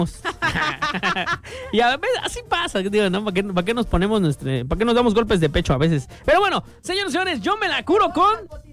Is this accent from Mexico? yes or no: yes; Mexico; Yo como mexicano, ¿me la curo con?